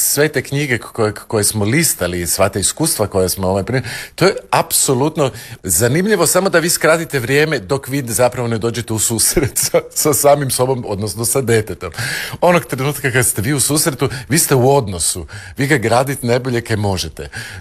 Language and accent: Croatian; Zagreb, City of Zagreb, Croatia; Odrastao sam u Prečkom.